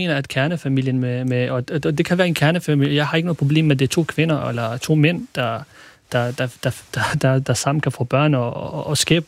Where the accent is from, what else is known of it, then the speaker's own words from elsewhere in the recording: Kurdistan Region, Iraq; moved away; Jeg er kurder fra Irak oprindeligt.